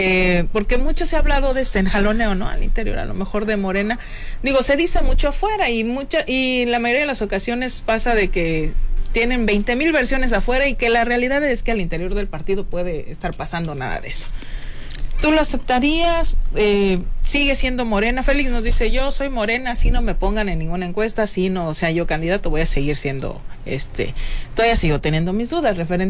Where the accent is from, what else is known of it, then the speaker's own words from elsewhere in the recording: Guerrero, Mexico; also born or lived in Monterrey / Cuernavaca; somos todavía mucho más pocos los que decidimos regresar a Guerrero